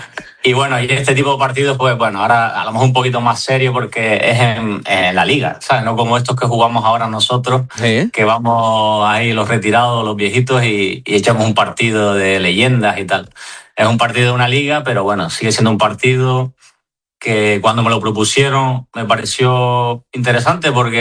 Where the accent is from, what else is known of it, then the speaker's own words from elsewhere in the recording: Arguineguín, Canary Islands, Spain; estuve en verano en mi pueblo, en Arguineguilla, entrené con el equipo